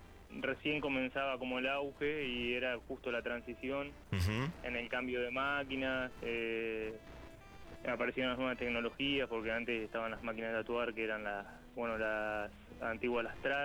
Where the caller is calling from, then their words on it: San Pedro, Argentina; de San Pedro.